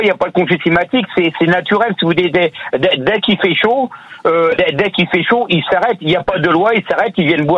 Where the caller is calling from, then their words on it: Bayeux, Normandy, France; Je suis à Bayeux.